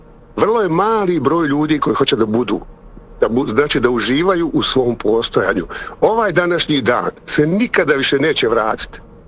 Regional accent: Sarajevo, Sarajevo Canton, Bosnia & Herzegovina; Iz Sarajeva sam.

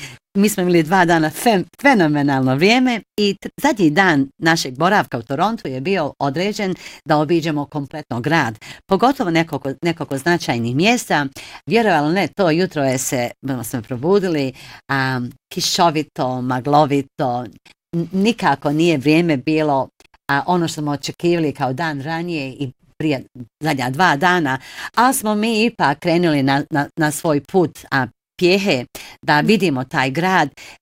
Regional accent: Bosnia & Herzegovina; Tako da smo se kao pravi Bosanci uputili još jedan kafić gdje smo se družili i upoznavali

